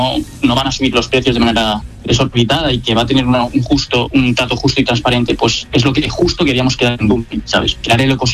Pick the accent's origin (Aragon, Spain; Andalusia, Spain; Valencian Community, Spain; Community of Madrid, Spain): Valencian Community, Spain; Alcoy; now in Valencia, Spain; Somos de Alcoy, pero estamos estudiando los dos en Valencia, sí.